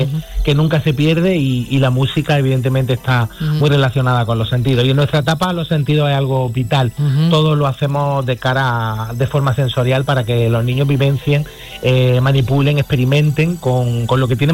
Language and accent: Spanish; Jaén, Andalusia, Spain; llevar por delante a mi tierra, Jaén